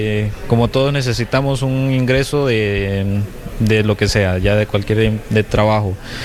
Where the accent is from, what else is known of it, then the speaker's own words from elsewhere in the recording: Nicaragua; now in Spain; la mayoría de herramientas y eso como nicaragüense las conozco la mayoría